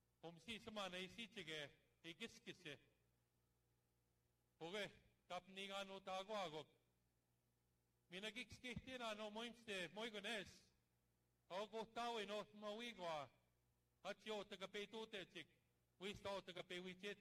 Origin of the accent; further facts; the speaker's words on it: Canada; I'm from Tenochtitl First Nation.